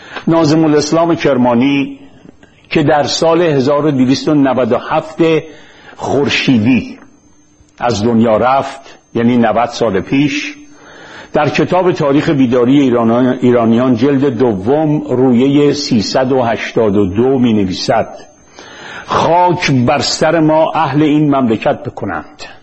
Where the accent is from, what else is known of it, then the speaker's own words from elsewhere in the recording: Iran; چرا ما ایرانی موندیم